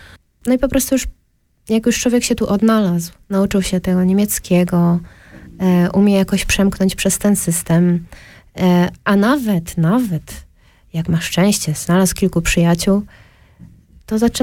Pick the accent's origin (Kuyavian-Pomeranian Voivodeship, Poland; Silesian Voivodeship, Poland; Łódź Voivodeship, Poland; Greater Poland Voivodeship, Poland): Silesian Voivodeship, Poland; Częstochowa; born or raised there